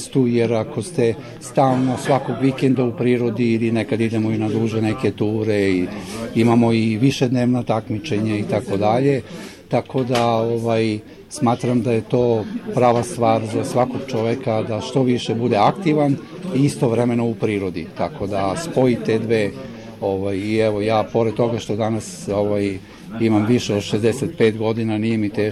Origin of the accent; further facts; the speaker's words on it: Smederevska Palanka, Podunavlje District, Serbia; Dolazim iz Smederevske Palanke